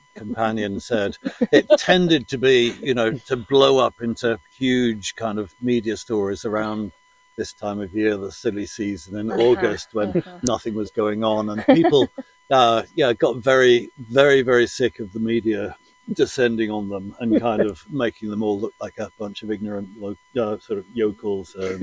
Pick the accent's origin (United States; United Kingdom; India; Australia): United Kingdom; South West England; And I'm very struck as a Cornish person